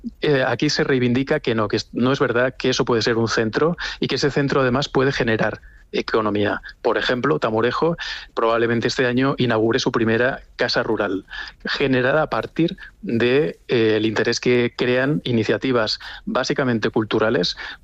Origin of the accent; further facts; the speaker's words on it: Extremadura, Spain; como extremeños, el hecho de siempre se ha tenido una especial atención con eso que se ha llamado la raya, ¿no?